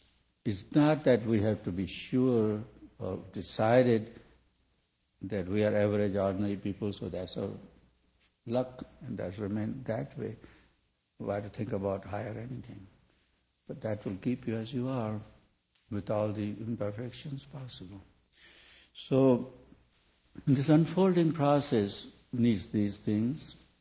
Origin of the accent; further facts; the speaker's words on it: India; not only because I'm Oriental or from India and so on and so forth